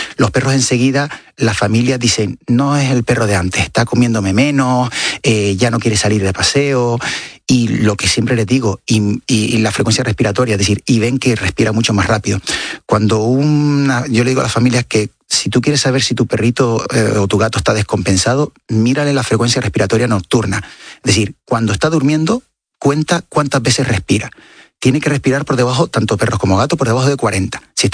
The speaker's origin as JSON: {"language": "Spanish", "region": "Canary Islands", "country": "Spain", "lives_now": "Madrid, Spain"}